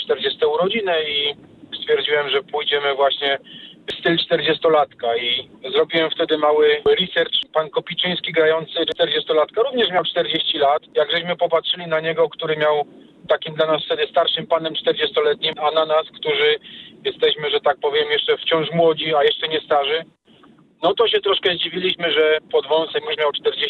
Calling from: Proszowice, Lesser Poland, Poland; dzwonię z Proszowic.

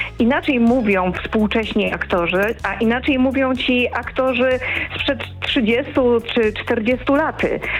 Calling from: Bad Muskau, Saxony, Germany; dzwonię z Bad Muskau w Niemczech.

